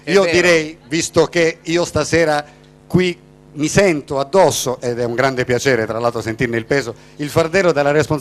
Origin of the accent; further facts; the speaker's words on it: Taranto, Apulia, Italy; non lo dico perché sono tarantino